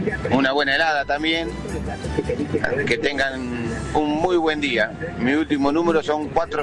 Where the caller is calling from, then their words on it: Azul, Buenos Aires Province, Argentina; Soy … de Azul, voy viajando de Azul a Coronel Suárez